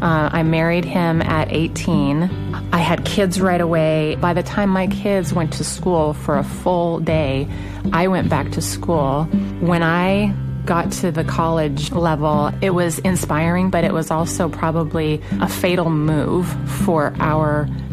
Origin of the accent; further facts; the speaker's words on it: Garden Grove, California, United States; I grew up in Garden Grove, California.